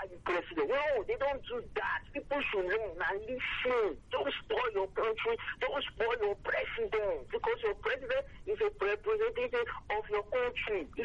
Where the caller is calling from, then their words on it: Nigeria; It's like most of us in Nigeria